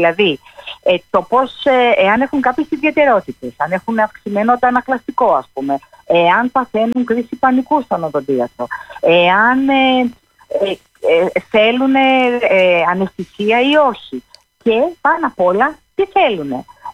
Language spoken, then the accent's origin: Greek; Oitylo, Peloponnese, Greece; Εγώ κατάγομαι από το Ίτυλο. Η Μάνη είναι ένας πολύ όμορφος τόπος. Έχει πολύ ωραίες θάλασσες. Έχει ιδιαίτερη αρχιτεκτονική με τους πύργους.